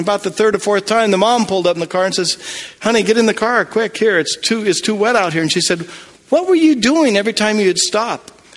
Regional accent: Portland, Oregon, United States; I was raised in Portland, Oregon. It always rained there except for that one day in summer.

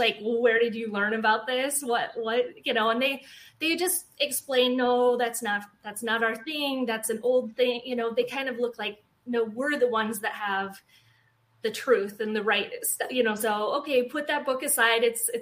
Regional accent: American Fork, Utah, United States; It was called American Fork. I don't know if people are familiar with Brigham Young University. It's a very kind of well-known Mormon university. I lived really close to there.

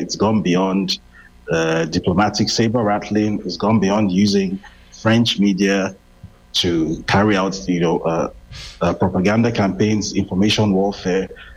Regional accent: Nigeria; It gives me absolutely no pleasure to say this as a Nigerian

